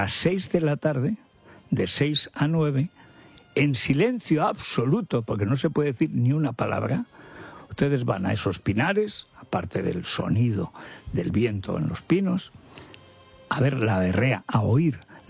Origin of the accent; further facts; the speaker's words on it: Orihuela del Tremedal, Aragon, Spain; Orihuela, mi pueblo